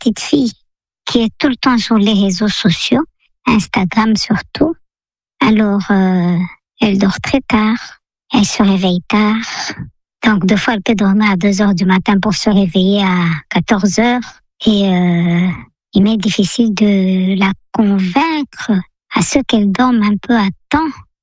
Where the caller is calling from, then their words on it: Abidjan, Côte d’Ivoire; Bonjour, Priorité Santé. … J'habite en Côte d'Ivoire, Abidjan. J'ai 60 ans.